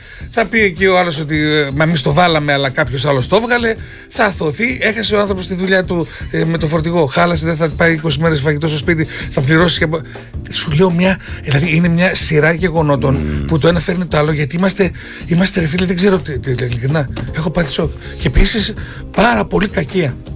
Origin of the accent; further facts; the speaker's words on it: Greece; Εμείς σαν Έλληνες